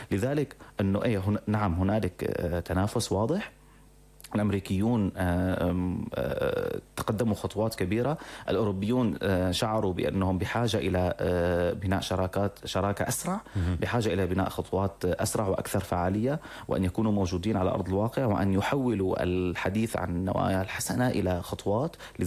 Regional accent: Syria; بالنسبة لنا كسوريين

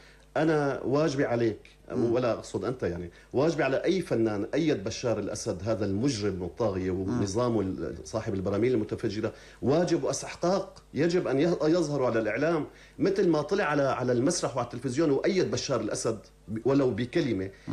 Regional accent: Syria; أنا كمواطن سوري

